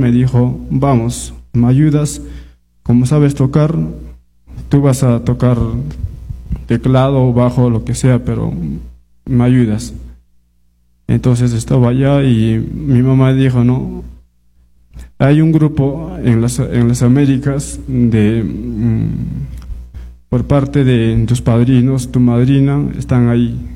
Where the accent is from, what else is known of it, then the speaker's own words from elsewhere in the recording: La Convención, Quillabamba, Vilcabamba District, Cusco, Peru; moved away as an adult; now in Cusco, Peru; Soy de la Convención Quiabamba, Distrito de Vilcabamba, Valle San Miguel. De Consistorio, Iglesia Evangélica Peruana, Villa Carmen. Bueno, yo nací en un hogar cristiano.